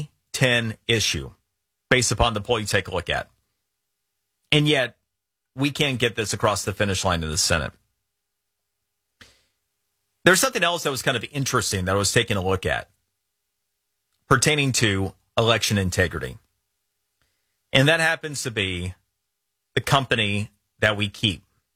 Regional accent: Florida, United States; born or raised there

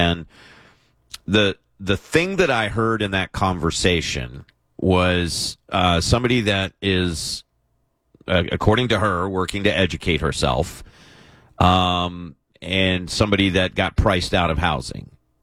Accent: Kentucky, United States; born there; also born or lived in Arizona; now in San Diego, United States; I grew up in Kentucky and Arizona. I split time between both states, so I spent plenty of time in Tornado Alley. I lived in Kentucky for about 20 years.

